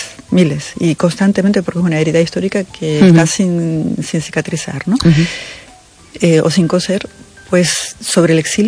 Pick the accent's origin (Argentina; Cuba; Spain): Spain